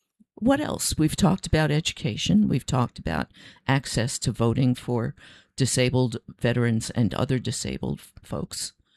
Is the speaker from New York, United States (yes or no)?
yes; New York, United States; born or raised there; now in New Hampshire, United States